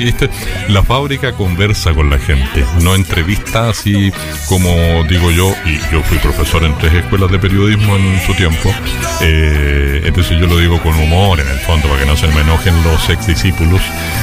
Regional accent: Valparaíso, Chile; now in Quilpué, Chile; Yo soy porteño, entonces sé de qué estoy hablando. Y ahora yo vivo en Quilpué, la segunda mitad de mi vida, aquí me voy a morir, digamos.

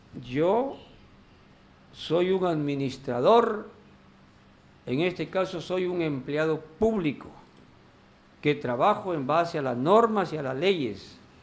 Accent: Tambogrande, Piura, Peru

